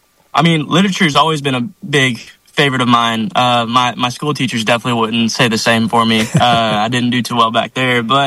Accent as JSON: {"language": "English", "town": "Hackett", "region": "Arkansas", "country": "United States", "tie": "born or raised there", "said": "So, I was raised up in Hackett, Arkansas, small town. And, you know, it's just a little map dot."}